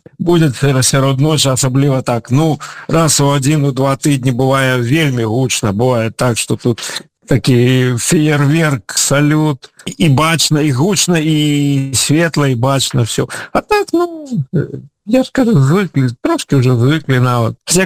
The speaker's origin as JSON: {"language": "Belarusian", "country": "Ukraine", "said": "я грамадзін Беларусі, але я украінец, і заўсёды быў, я сам, калі сі канал, заўсёды неяк так склалася, што я заўсёды адчуваў сябе украінцам"}